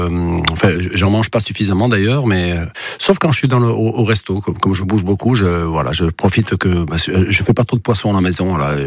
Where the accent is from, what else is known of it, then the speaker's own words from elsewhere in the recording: Saint-Jean-de-Luz, Nouvelle-Aquitaine, France; born there; je suis né déjà à Saint-Jean-de-Luz, en face de la mer